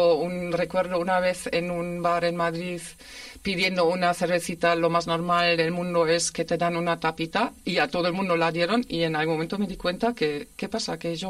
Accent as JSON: {"language": "Spanish", "country": "Germany", "second_language": "Spanish", "moved": "as an adult", "lives_now": "Spain", "said": "porque soy europea y, lo hemos dicho, soy de Alemania, con lo cual yo... Y además vine por amor"}